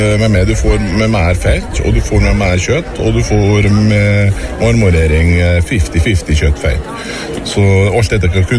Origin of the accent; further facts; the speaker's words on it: Averøy, Møre og Romsdal, Norway; Vi er fra Averøya, fra, kommer fra Langøya.